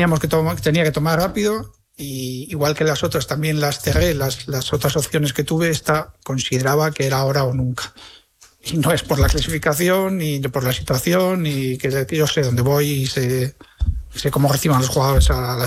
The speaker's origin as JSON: {"language": "Spanish", "town": "Pamplona", "region": "Navarre", "country": "Spain", "tie": "born or raised there", "said": "Y solo el agradecimiento eterno que soy de PTV, ¿no? De Pamplona de toda la vida, como me han dicho."}